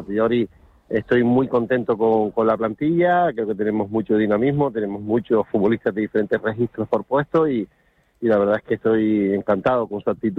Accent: Canary Islands, Spain; moved away; yo que soy canario y encima claro. Soy de Gran Canaria

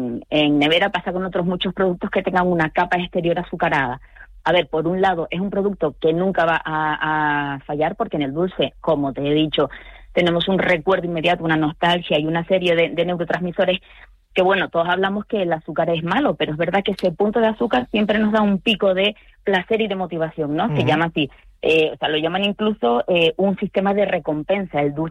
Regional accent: Canary Islands, Spain

